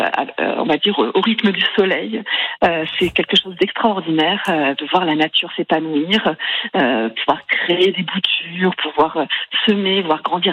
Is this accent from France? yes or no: no; Ecuador; moved away; Et puis j'ai vécu mon enfance en Amérique du Sud, en Équateur, le pays de la Pachamama, dans une grande ferme avec moutons, alpagas.